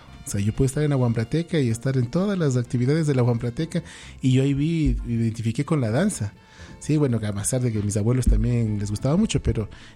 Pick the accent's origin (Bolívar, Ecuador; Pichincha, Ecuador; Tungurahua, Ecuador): Pichincha, Ecuador; Quito